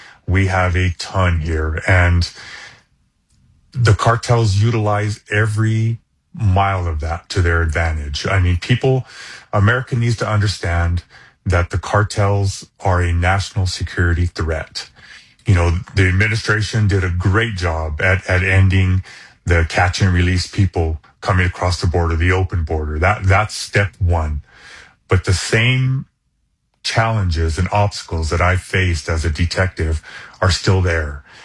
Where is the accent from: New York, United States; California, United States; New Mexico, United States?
New Mexico, United States; Albuquerque; And again, born and raised in Albuquerque. A former combat Marine.